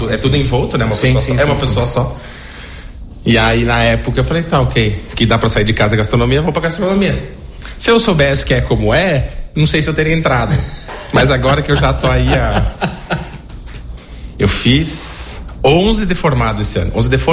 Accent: Brazil; moved away as an adult; also born or lived in Lajeado; now in Portugal; Ser brasileiro é muito bom. E morar fora dá muito mais vontade de dizer que eu sou brasileiro.

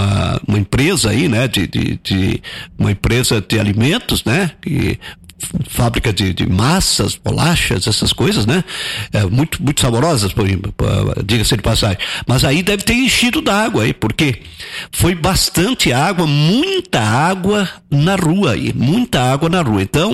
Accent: Rio Grande do Sul, Brazil; é lá na minha terra, lá no Maragata, né?

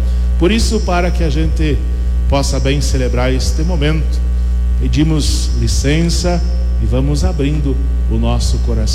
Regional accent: Rio Grande do Sul, Brazil; aquilo que nos identifica como gaúchos e gaúchas.

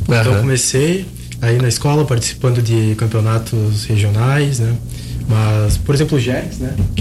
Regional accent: Paraí, Rio Grande do Sul, Brazil; now in Nova Prata, Brazil; Não, na verdade eu sou natural de Paraí.

